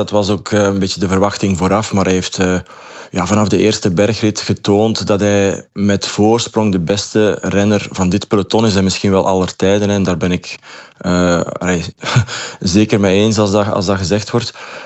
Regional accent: Belgium; mogen we toch wel enorm blij zijn

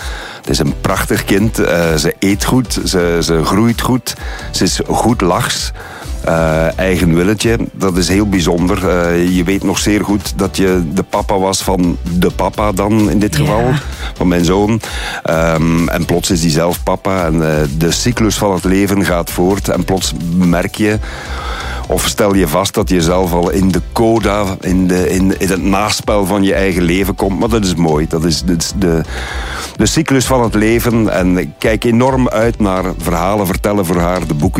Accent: Belgium; now in United States; Maar de roots zijn de roots. Mijn wortels zijn Belgisch.

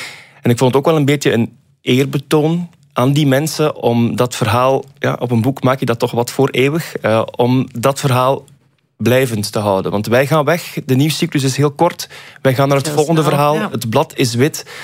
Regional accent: Bruges, West Flanders, Belgium; En ja, ik ben zelf uit Brugge afkomstig.

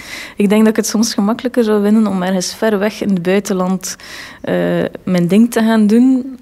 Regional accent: Belgium

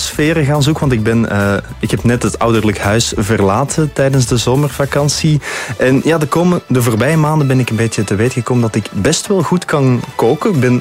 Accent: Schelle, Antwerp, Belgium; now in Kontich, Belgium; Schelle, tussen Boom en Antwerpen. En nu woon ik in Kontig, niet zo ver daar vandaan.

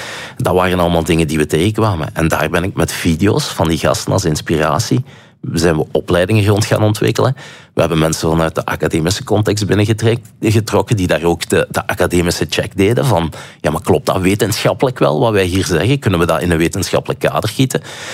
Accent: Flanders, Belgium; Ik zeg, soy de Belgica. En hij zegt, een Belg, entonces francofen of flamenco, Vlaming of Waal. En ik zeg, ja, soy flamenco.

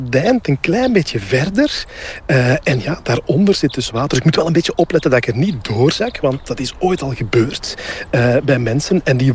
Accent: Flanders, Belgium; Dus ik ben op zoek gegaan naar restanten van veengebieden, ook gewoon bij ons in Vlaanderen. Want we hebben dat.

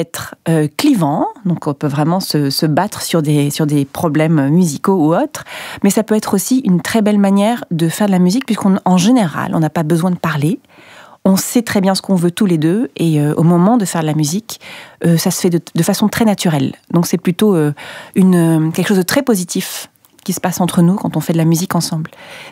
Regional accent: Perpignan, Occitanie, France; puisque je suis de Perpignan, alors Perpignan, c'est la Catalogne française.

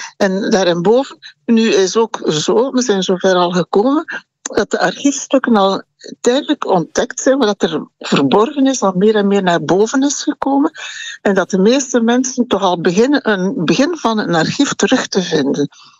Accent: Rwanda; now in Belgium; Nee, maar ik ben een metis uit Rwanda.

